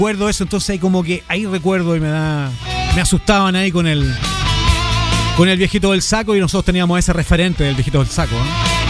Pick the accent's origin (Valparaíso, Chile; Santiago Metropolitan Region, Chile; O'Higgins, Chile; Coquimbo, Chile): O'Higgins, Chile; Tuniche; allá donde fue mi infancia, en Tuniche, decían que la noche salía Cacho Coronta.